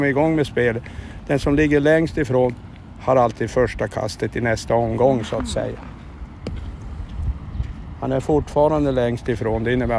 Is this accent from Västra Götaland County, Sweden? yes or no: no; Kalix, Norrbotten County, Sweden; born there; now in Arvidsjaur, Sweden; och jag är född i Kalix. Och varför jag är här i Arvidsjaur beror på att jag har varit officer